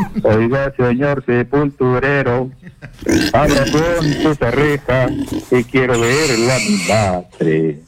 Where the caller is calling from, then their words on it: Lima, Peru; de Comas.